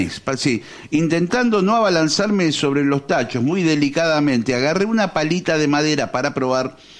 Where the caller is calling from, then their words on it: Lanús, Buenos Aires Province, Argentina; de Lanús.